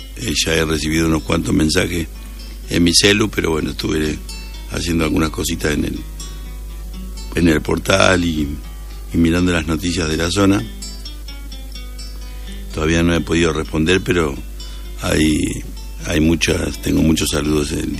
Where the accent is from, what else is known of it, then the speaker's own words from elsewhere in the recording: Argentina; los argentinos somos así.